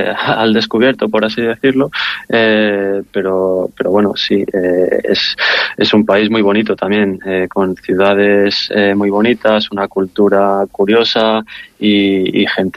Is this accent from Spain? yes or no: yes; Ávila, Castile and León, Spain; now in Netherlands; Bueno, y vuelvo muy a menudo a Ávila. Ávila siempre es siempre es ha sido y será mi casa